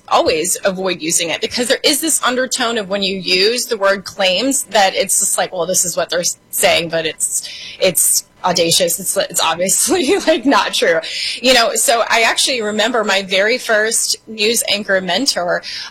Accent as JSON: {"language": "English", "town": "Toledo", "region": "Ohio", "country": "United States", "tie": "born or raised there", "said": "I'm from Toledo. So I wore my Toledo shirt. Yeah. My hometown is there."}